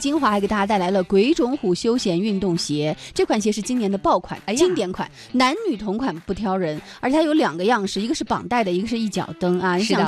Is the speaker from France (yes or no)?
no; Shanghai, China; 我小时候住在上海，跟我阿婆养了一只猫